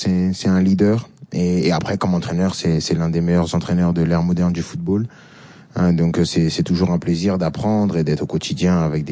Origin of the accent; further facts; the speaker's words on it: France; Même si moi je suis né en France et j'ai tout fait en France, j'ai jamais coupé le lien avec mes racines, avec mes origines.